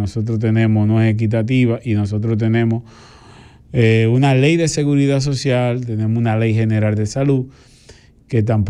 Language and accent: Spanish; Dominican Republic; nosotros como médicos, como ente dominicanos que somos, como médicos que trabajamos en la República Dominicana